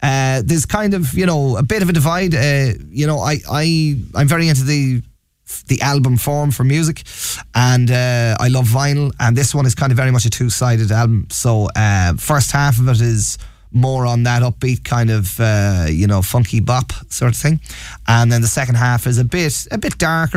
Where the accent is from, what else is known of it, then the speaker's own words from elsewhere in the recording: Trim, Leinster, Ireland; my hometown in Trim